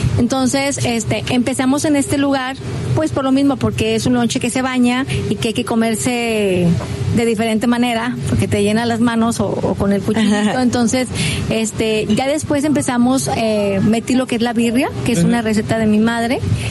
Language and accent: Spanish; Guadalajara, Jalisco, Mexico; born there; now in Manzanillo, Mexico; me siento manzanillense, es el primer lugar después de mi natal Guadalajara, donde me he sentido muy cómoda y muy feliz, y estoy haciendo una vida aquí. Entonces dije, bueno, pues me gusta Manzanillo, vivo en Manzanillo